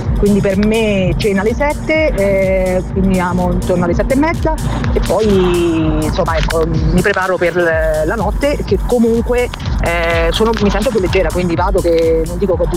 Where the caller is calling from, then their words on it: Vetralla, Lazio, Italy; da Vetralla.